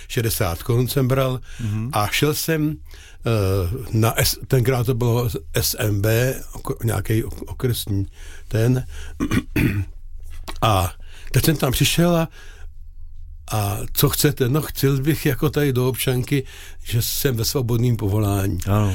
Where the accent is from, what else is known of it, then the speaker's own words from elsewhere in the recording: South Bohemian Region, Czechia; byl jsem první Jihočech